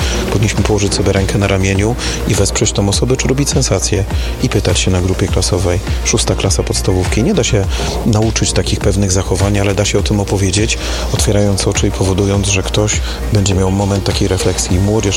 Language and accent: Polish; Radom, Masovian Voivodeship, Poland; Chociażby mem z mojego rodzinnego miasta, mem chytrej baby z Radomia.